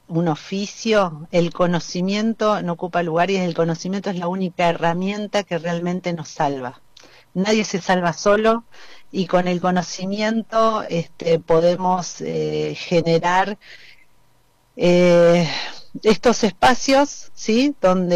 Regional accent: Balcarce, Buenos Aires Province, Argentina; born there; also born or lived in La Plata; Soy nacida en la ciudad de Balcarce, en la localidad de Balcarce, provincia de Buenos Aires. Desde los 13 años en la ciudad de La Plata viví

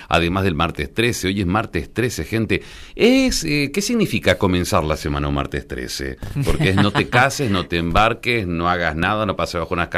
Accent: Argentina

